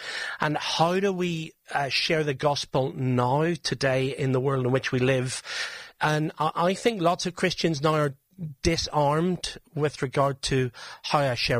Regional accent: Northern Ireland, United Kingdom; the certainties that I grew up with in Northern Ireland

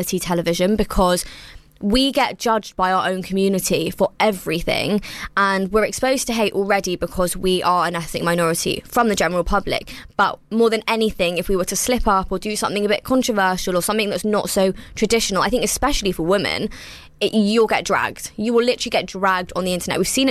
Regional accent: United Kingdom; I'm also Indian, but unlike Juggy, I am Gujarati, which is another state in India, and there's so many. So there's so many different varieties of Indians. I was also born and raised in the UK

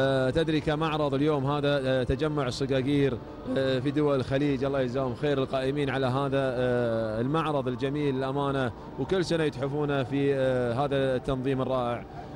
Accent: Qatar

